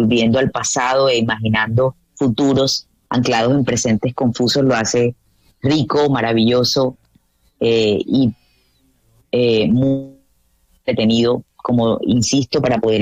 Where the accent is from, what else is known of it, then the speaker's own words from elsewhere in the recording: Caribbean Region, Colombia; Yo soy del Caribe colombiano y crecí en una familia en donde me contaban historias fantásticas sobre brujas y sobre personas que leían el café.